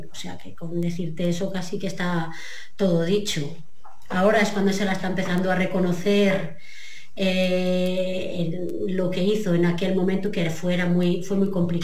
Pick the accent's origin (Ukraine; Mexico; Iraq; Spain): Spain; Castile and León